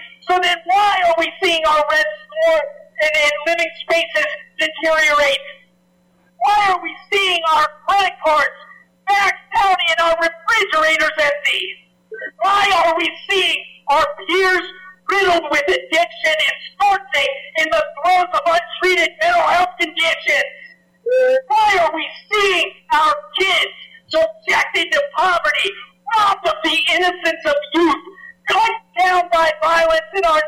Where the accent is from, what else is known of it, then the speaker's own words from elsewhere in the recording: St. Petersburg, Florida, United States; I was born and raised right here in St. Pete and currently work out of Largo.